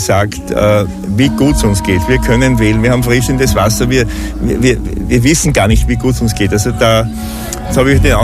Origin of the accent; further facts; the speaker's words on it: Austria; ich als Österreicher in einem der reichsten Länder der Welt mit vielen Vorteilen